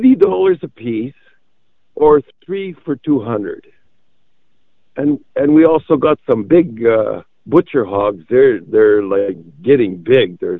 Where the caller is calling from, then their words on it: Manitoba, Canada; The Brokery, Manitoba.